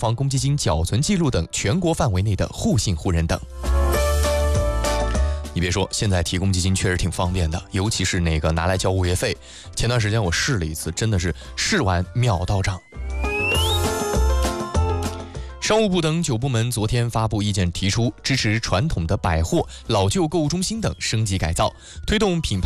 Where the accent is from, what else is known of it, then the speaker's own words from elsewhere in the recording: Kunming, Yunnan, China; 我的家乡云南昆明还有西双版纳等地